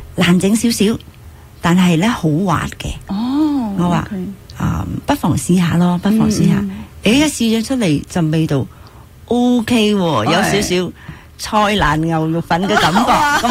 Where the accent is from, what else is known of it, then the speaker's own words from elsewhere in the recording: Ho Chi Minh City, Vietnam; moved away; 我主要翻去都系胡志明市，我长大嘅地方，我系喺胡志明市土生土长嘅华人，